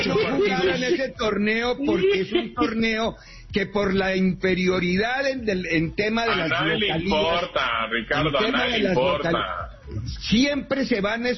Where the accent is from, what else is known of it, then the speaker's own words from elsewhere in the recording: Mexico; solo ponemos el público porque somos mexicanos, ponemos el público, no se agranden.